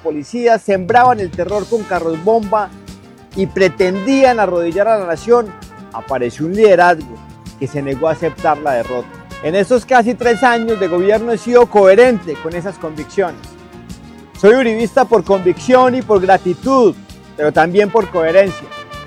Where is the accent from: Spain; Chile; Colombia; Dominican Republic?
Colombia